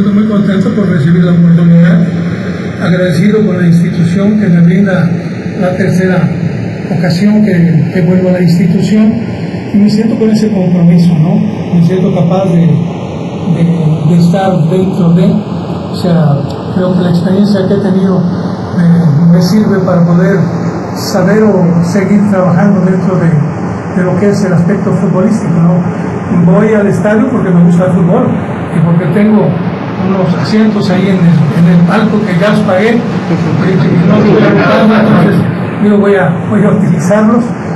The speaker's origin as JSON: {"language": "Spanish", "town": "Tampico", "region": "Tamaulipas", "country": "Mexico", "moved": "yes", "lives_now": "Monterrey, Mexico", "said": "yo ya soy un regiomontano, soy tapiquense, pero hoy ya me considero literalmente, ¿no? Por los años que llevo viviendo ya en la localidad."}